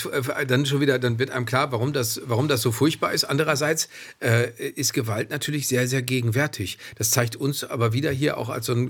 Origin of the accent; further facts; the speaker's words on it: Dortmund, North Rhine-Westphalia, Germany; Ich stamme aus Dortmund, das ist wie Offenbach.